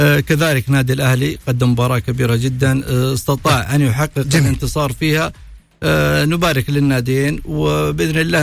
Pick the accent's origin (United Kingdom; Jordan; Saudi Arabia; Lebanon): Saudi Arabia